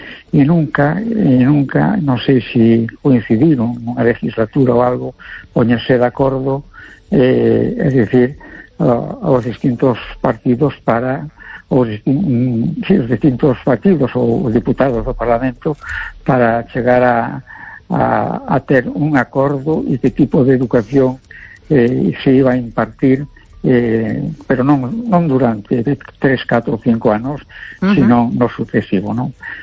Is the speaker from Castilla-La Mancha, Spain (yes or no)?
no; A Coruña, Galicia, Spain